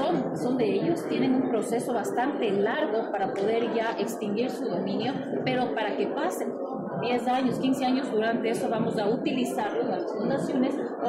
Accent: Ecuador; nosotros como ecuatorianos

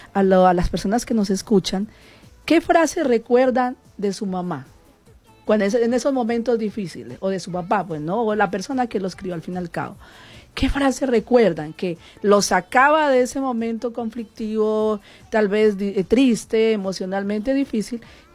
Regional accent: Huila, Colombia; accent: Opita; hay una población de Colombia que se llama Los Opitas y tenemos un acento más o menos.

